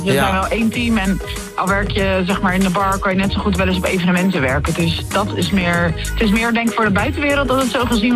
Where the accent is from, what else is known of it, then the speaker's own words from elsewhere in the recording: De Lier, South Holland, Netherlands; ik kom uit de Lier.